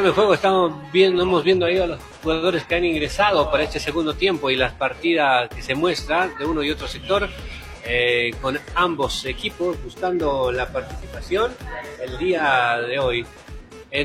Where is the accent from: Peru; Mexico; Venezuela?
Peru; somos cuatro peruanos el día de hoy.